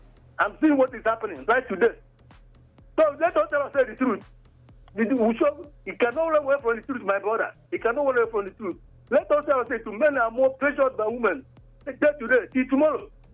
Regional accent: Anambra, Nigeria; For sometimes you hear me calling from my hometown, it's up in Anambra State.

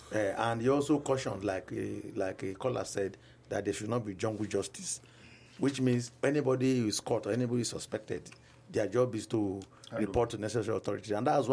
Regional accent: Igarra, Edo, Nigeria; I'm from Igara.

